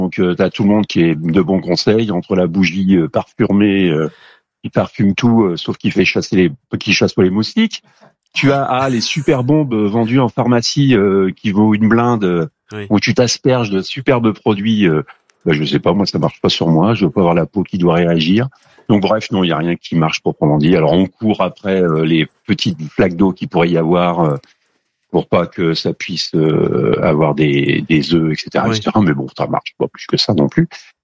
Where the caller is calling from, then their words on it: Clermont-Ferrand, Auvergne-Rhône-Alpes, France; moi je suis sur Clermont-Ferrand